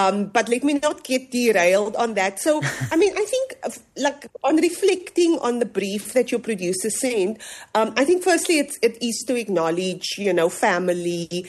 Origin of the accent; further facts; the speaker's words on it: Cape Town, Western Cape, South Africa; born there; growing up in Mitchell's Plain, I wasn't very sporty.